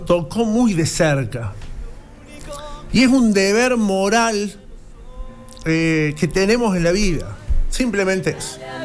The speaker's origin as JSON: {"language": "Spanish", "country": "Argentina", "said": "esos más de 40 millones que somos los argentinos?"}